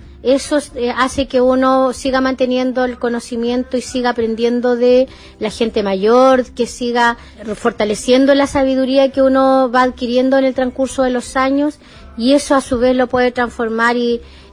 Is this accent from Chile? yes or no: yes; Fondo Coiwín, Chile; desde que crecimos nosotros en el Fondo Coiwín con el lonco José Santos Lincomán, quien fue el primer educador tradicional, o el lonco que nos enseñó nuestras primeras palabras en Huillishdungun